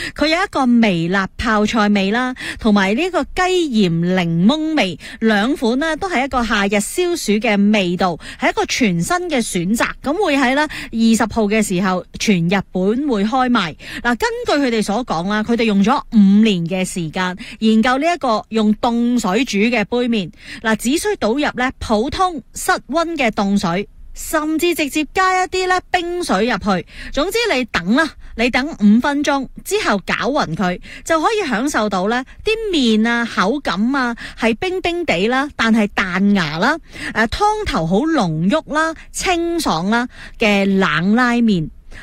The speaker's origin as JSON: {"language": "Cantonese", "country": "Hong Kong", "said": "我哋香港人"}